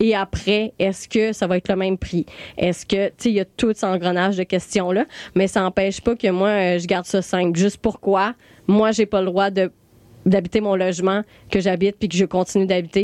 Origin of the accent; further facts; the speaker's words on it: Trois-Rivières, Quebec, Canada; born there; now in Montreal, Canada; Tu sais, moi, je suis née à Trois-Rivières, puis quand je suis arrivée à Montréal